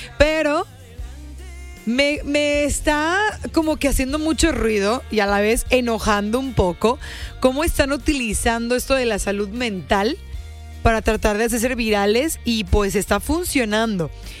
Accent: Mexico; como buenos mexicanos, quiero pensar que nos inspiramos

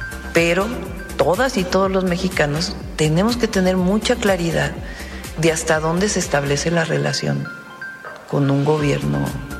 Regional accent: Mexico; No, pero tenemos que ser muy serios como mexicanos

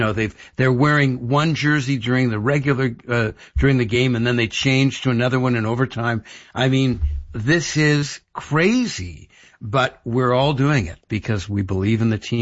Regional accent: England, United Kingdom; And they attacked me for being English, for being an English reporter, all sorts of things.

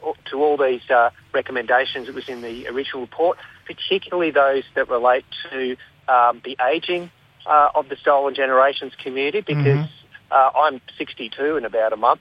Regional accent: Shepparton, Victoria, Australia; now in Melbourne, Australia; I'm from Shepparton.

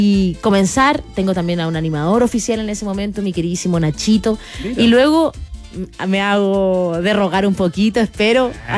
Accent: Coquimbo, Chile; born or raised there

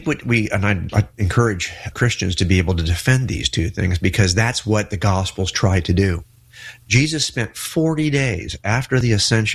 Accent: California, United States; Yeah, I'm a Californian, but you know, to be honest, I could move to Arizona.

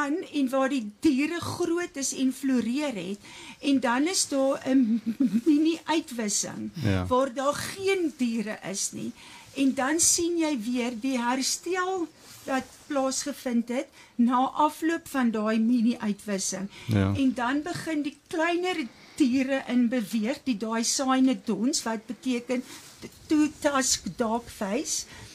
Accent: Robertson, Western Cape, South Africa; now in Fraserburg, South Africa; Ek bly nou al hier vir 10 jaar, maar ek het op Rabbitson groot geword en nou sit ek in die vol Karoo, maar soos hulle sê, alles in die Karoo is nie plat nie.

